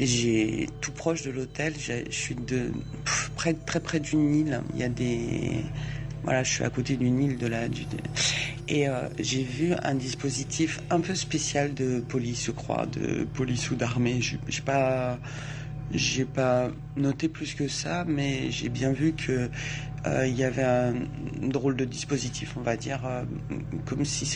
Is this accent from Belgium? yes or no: no; France; moi en tant que française